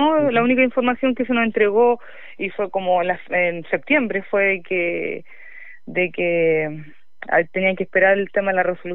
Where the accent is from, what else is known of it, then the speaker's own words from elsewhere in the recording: Galvarino, Araucanía, Chile; de acá de Galvarino, de acá yo soy nacida y criada.